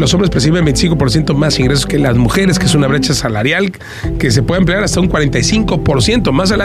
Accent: Mexico; Y yo le digo, no, soy mexicano.

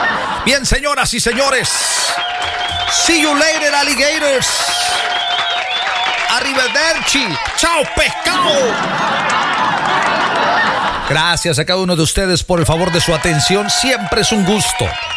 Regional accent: Veracruz, Mexico; Y yo soy jarocho.

